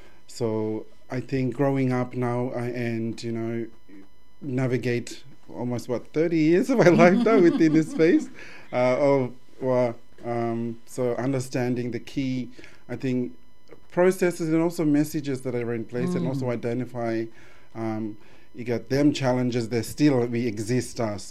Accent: Queensland, Australia; born there; who I am as a Torres Strait Islander

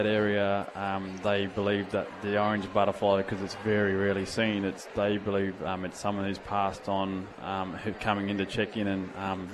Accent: Berry Springs, Northern Territory, Australia; coming from a backyard and growing up in Berry Springs and always being outside

